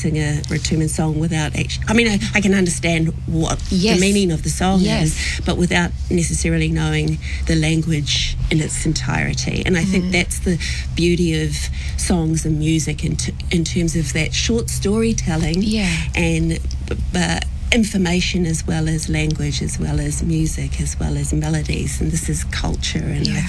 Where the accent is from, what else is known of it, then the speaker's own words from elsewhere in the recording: New Zealand; not just being a New Zealander, but being Pacific was even harder.